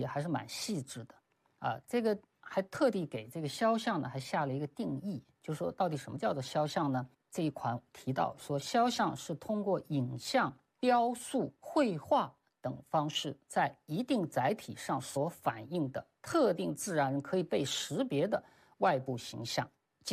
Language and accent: Chinese; China